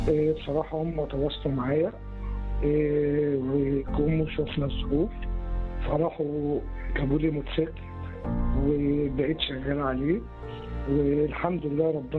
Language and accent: Arabic; Egypt; مساء الخير،